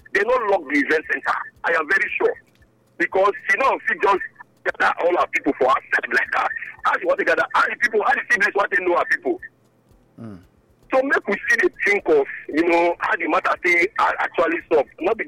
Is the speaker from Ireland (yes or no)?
no; Benin; I come from Benin.